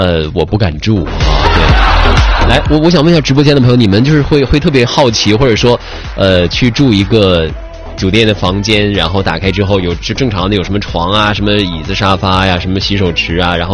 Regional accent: Changchun, Jilin, China; 我们长春啊

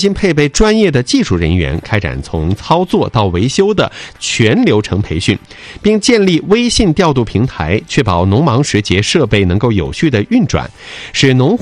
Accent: Northeast China, China; 我们就是东北的。

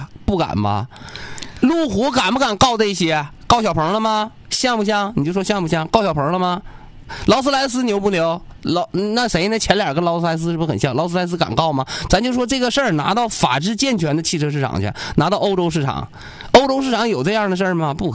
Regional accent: Northeast China, China; 南方朋友可能听不懂我们东北这个方言叫磕碜

